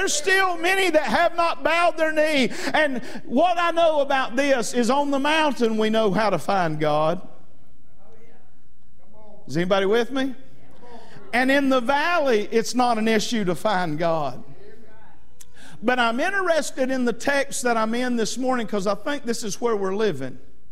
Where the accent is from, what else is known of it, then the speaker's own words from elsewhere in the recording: Georgia, United States; I grew up in North Georgia